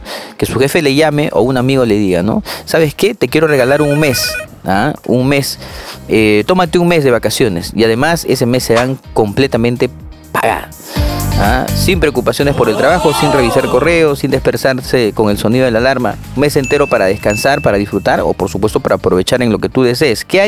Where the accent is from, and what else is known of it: Peru